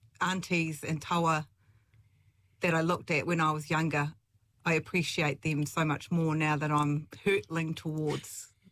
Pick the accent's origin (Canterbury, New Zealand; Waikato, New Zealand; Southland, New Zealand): Canterbury, New Zealand; Oxford; So I grew up in Oxford, so I had a rural upbringing, which I'm very thankful for.